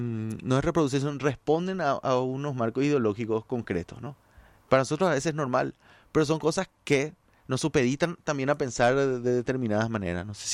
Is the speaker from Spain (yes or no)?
no; Paraguay